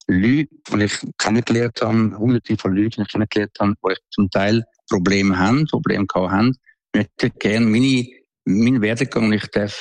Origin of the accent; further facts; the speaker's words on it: Aeugst am Albis, Zurich, Switzerland; now in Tuscany, Italy; Ich bin aufgewachsen in Oigstem Albis, in ärmlichen Verhältnissen. Wir haben einen Bauernhof gehabt